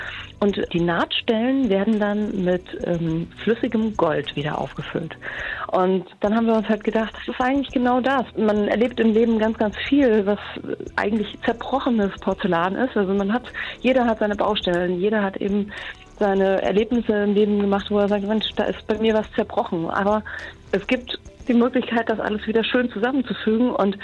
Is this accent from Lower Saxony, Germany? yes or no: no; Hesse, Germany; Kommt aus meiner alten Heimat, aus Hessen.